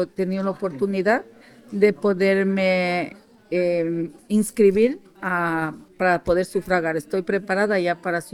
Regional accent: Ecuador; moved away as an adult; Yo, mi edad es de 54 años, vengo de Ecuador. Pero en Europa llevo 26 años.

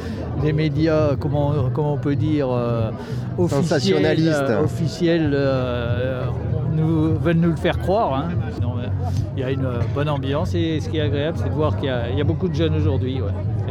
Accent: Arles, Provence-Alpes-Côte d'Azur, France; Moi, je suis d'Arles

